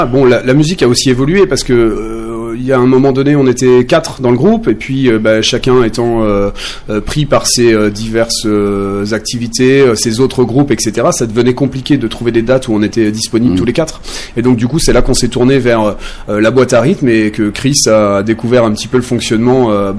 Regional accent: Nancy, Grand Est, France; moved away; Moi je suis Nancéen au départ.

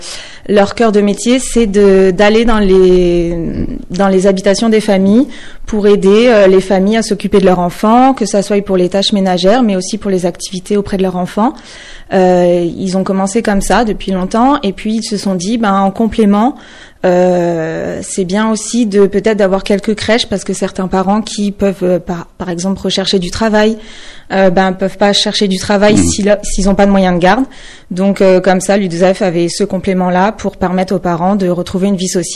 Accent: Mercy-le-Bas, Grand Est, France; Non, je suis pas originaire de Longuyon. Je suis originaire de Mercy-le-Bam.

